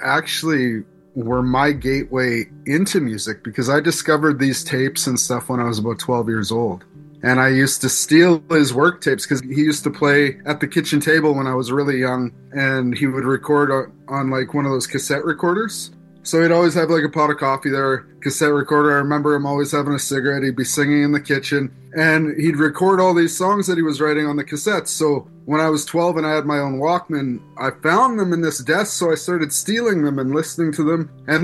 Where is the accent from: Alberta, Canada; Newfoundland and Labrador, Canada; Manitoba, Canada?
Alberta, Canada; Red Deer; also born or lived in Regina, Saskatchewan; I was born in Regina, Saskatchewan. I grew up in Red Deer, Alberta, but my Indigenous family is from Kawasis First Nation. I come from a biracial background, so my mom is English and my dad is Ojibwe from Kawasis First Nation